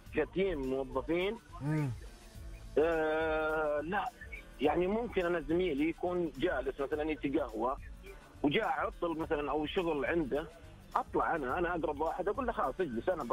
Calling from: Riyadh, Riyadh Province, Saudi Arabia; انا اكلمك من الرياض.

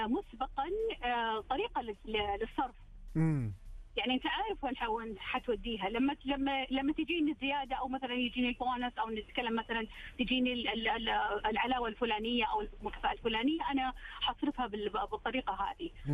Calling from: Riyadh, Riyadh Province, Saudi Arabia; أنا فيك من الرياض.

